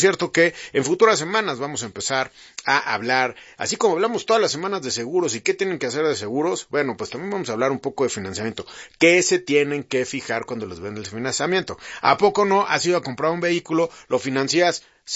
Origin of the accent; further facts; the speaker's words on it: Mexico; ¿Qué dicen nosotros como mexicanos, la sociedad, en las encuestas a nivel nacional?